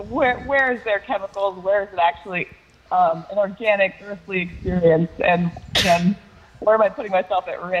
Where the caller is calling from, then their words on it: Rockport, Massachusetts, United States; I'm from Rockport, and I was blessed to live on the ocean